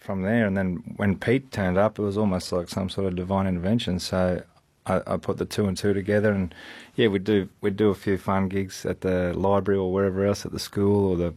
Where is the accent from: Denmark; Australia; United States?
Australia; Queensland; growing up in Queensland, Northern Territory was never really on my radar.